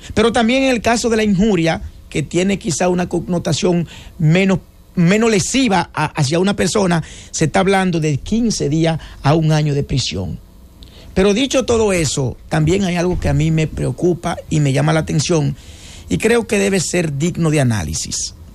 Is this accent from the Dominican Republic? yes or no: yes; Dominican Republic; lo que uno espera como dominicano